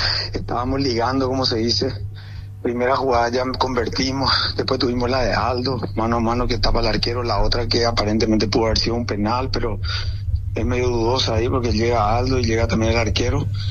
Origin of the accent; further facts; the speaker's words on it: Paraguay; somos todos paraguayos